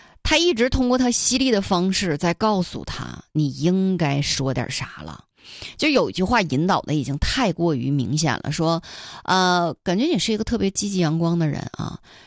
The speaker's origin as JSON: {"language": "Chinese", "region": "Northeast China", "country": "China", "accent": "Northeastern dialect", "said": "说白了跟我们东北话说就是再糙一点，"}